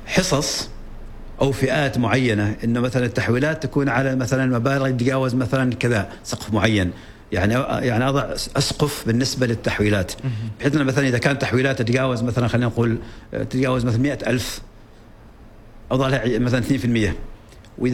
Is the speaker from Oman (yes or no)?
yes; Oman; نتكلم عن بلد احنا على سكانه كعمانيين ما يتجاوز 3.5 مليون نسمه،